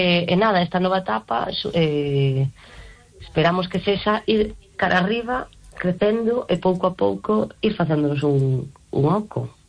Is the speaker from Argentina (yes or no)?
yes; Argentina; Eu, bueno … veño da Argentina